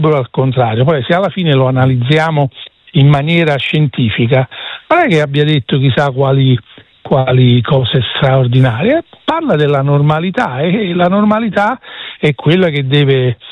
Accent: Naples, Campania, Italy; la mia appartenenza al Mezzogiorno d'Italia e alla patria della civiltà, che credo che sia la città di Napoli, che è la capitale del Mediterraneo

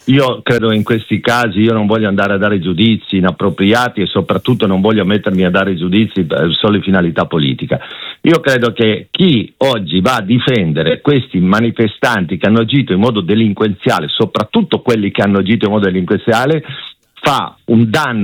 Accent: Piedmont, Italy; io poi sono piemontese

